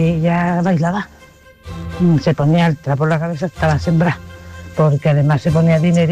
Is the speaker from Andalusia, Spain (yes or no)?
yes; Cádiz, Andalusia, Spain; Yo soy de Cádiz y se hace, se sigue haciendo, vamos, yo lo hago.